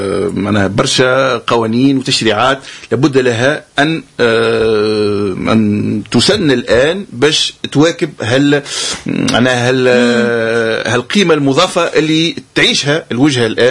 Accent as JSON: {"language": "Arabic", "country": "Tunisia", "said": "وحنا عندنا في تونس"}